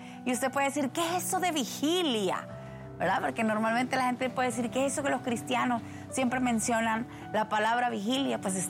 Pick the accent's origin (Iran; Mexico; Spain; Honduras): Honduras; Muchos estamos preocupados como hondureños, ¿verdad?